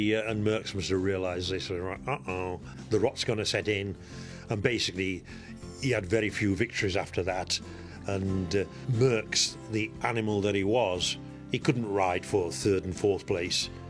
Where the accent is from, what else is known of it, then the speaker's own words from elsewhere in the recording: Yorkshire and the Humber, United Kingdom; Born and bred in Yorkshire